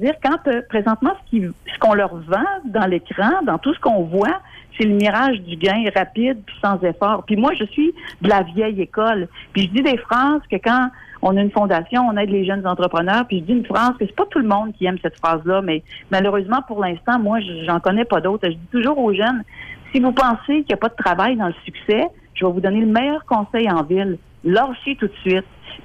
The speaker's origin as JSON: {"language": "French", "town": "Quebec City", "region": "Quebec", "country": "Canada", "said": "je suis de Québec"}